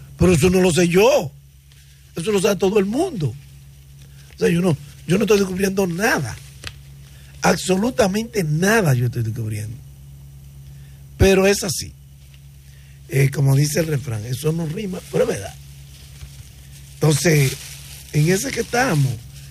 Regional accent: Dominican Republic; a mí, que somos dominicanos

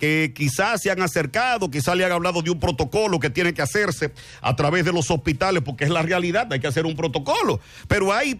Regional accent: Dominican Republic; el único respaldo que uno tiene como dominicano

